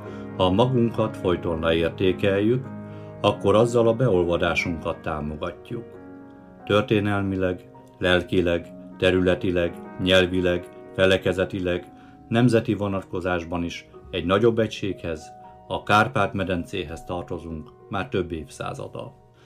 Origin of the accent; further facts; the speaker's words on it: Slovakia; Boddog közben szülőföldemen, amelynek lakosságát ma is 95%-ban magyarok lakják, a magyarság az isteni gondviselésnek köszönhetően 9 évtized múltán is meg tudta őrizni helyét és súlyát.